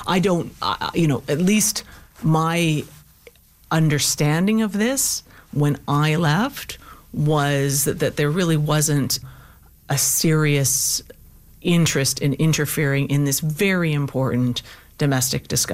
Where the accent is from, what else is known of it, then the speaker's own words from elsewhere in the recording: Calgary, Alberta, Canada; because I grew up in Calgary. My parents are in Lethbridge. I have family in Calgary, and it's a remarkable province.